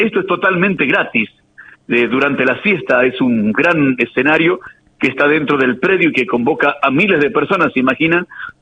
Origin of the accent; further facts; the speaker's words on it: Catamarca, Argentina; nueve días, nueve noches a pleno que vivimos los catamarqueños.